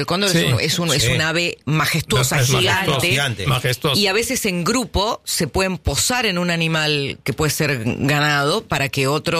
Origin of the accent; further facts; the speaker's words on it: Tucumán, Argentina; Yo soy tucumana.